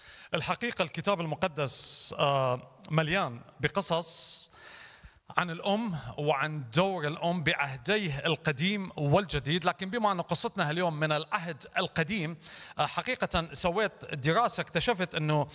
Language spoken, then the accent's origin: Arabic; Iraq; احنا عندنا بالعراق